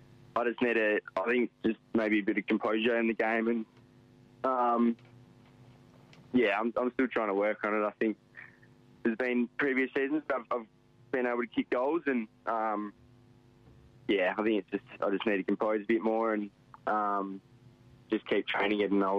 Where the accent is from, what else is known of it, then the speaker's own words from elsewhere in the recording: Western Australia, Australia; Yeah, so I'm from Dungrashley, which is 40 minutes south of Geraldton.